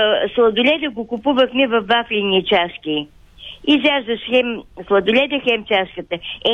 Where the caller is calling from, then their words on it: Silistra, Silistra Province, Bulgaria; на слушателка съм от Силистра.